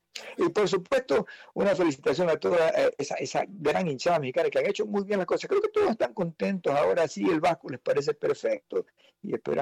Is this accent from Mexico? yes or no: no; Ecuador; Y por supuesto, pues como ecuatoriano siempre estoy pensando que mi selección debería ganar.